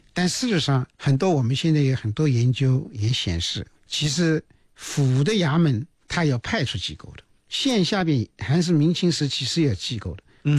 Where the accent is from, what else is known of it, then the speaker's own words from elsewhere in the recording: Shaoxing, Zhejiang, China; 徐文长在我家乡的，在我们绍兴有很多他的传说